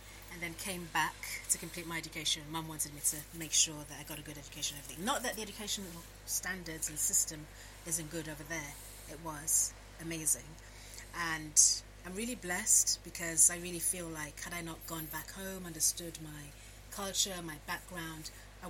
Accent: London, United Kingdom; I was born and bred in London, in the UK.

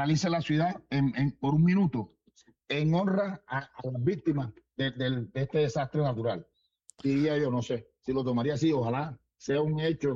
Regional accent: Colombia; todos somos familia, los colombianos

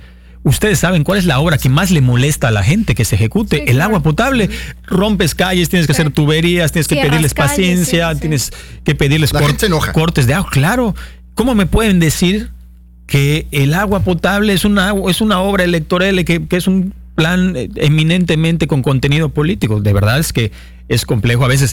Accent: Yucatán, Mexico; No nos preparamos como yucatecos

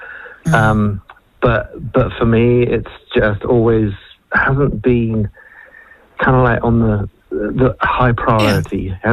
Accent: United Kingdom; now in New Zealand; being a British citizen

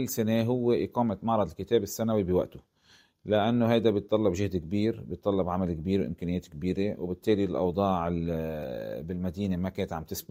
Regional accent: Tripoli, North Governorate, Lebanon; أنا مواطن طرابلسي لبناني

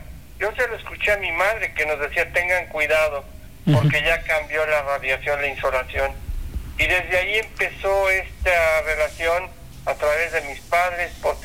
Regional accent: Toluca, State of Mexico, Mexico; born there; así mis padres llegaron a Toluca y nacimos nuestros cuatro hermanos.

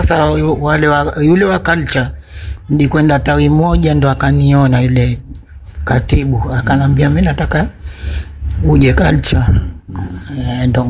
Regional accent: Zanzibar, Tanzania; Kwa hivyo mimi nimezaliwa Zanzibar, nimekulia Zanzibar na mpaka sasa hivi nipo Zanzibar.

